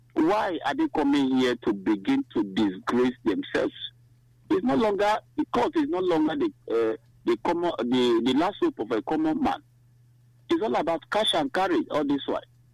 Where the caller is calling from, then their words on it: Nigeria; I'm calling from Babi Nimbo.